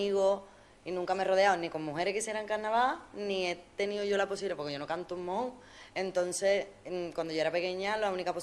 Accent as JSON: {"language": "Spanish", "town": "Cádiz", "region": "Andalusia", "country": "Spain", "said": "yo soy gaditana, por los cuatro costados."}